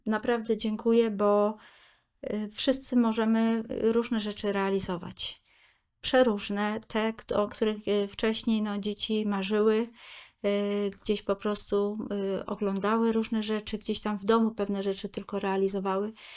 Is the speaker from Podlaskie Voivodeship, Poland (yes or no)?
no; Greater Poland Voivodeship, Poland; województwie, gdzie pochodzę z Wielkopolski, więc i tam poszukiwałam w różnych miejscach, na wioskach, w miasteczkach czy w dużych miastach.